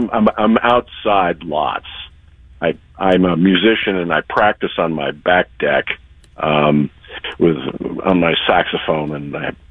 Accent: United States; now in Dutchtown; I grew up in the East Coast where I was plagued, just horribly plagued by mosquitoes in the New Jersey and Long Island region. Moved out here

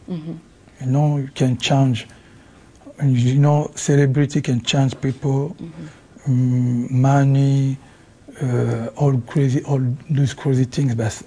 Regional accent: Kinshasa, DR Congo; English is a second language; moved away as an adult; also born or lived in Paris, France; I was because I grew up in Kinshasa, and I go to the Paris when I was used to be a little bit, you know, like 19, 20. So I have both culture, you know, Congolese culture and Rumba music.

